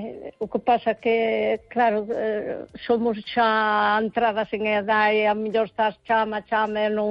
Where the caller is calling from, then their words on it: A Coruña, Galicia, Spain; En La Coruña